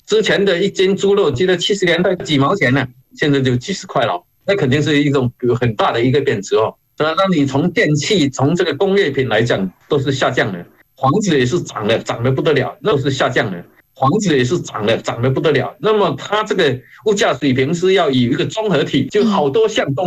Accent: Yongchun, Fujian, China; 我的家乡就是在福建闽南的永春富阳镇，是个山区的小镇。在闽南的话可以说十户有九户有侨的关系，

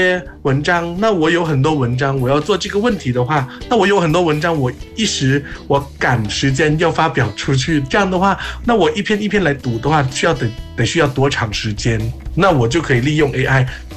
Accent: Thailand

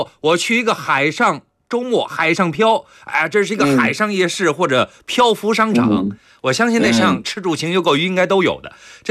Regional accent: China; 我们中国人平常的这个节奏也都清楚

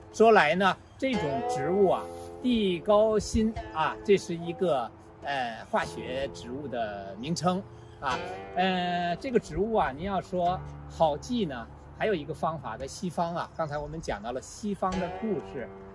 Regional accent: China

